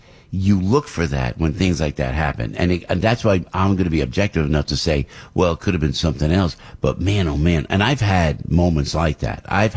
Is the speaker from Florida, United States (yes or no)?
no; New Jersey, United States; But look, I'm from Jersey, and I'm cynical of everything.